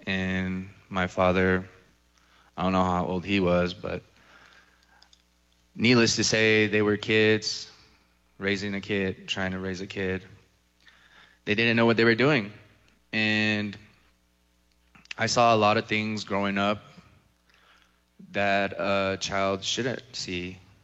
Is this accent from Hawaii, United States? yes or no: no; Zuni, New Mexico, United States; born there; I was born here in Zuni, New Mexico on September 3rd, 1995.